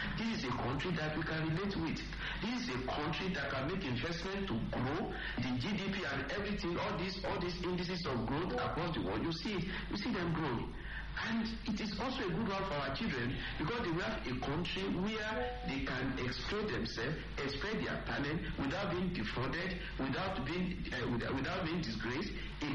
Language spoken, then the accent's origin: English; Nigeria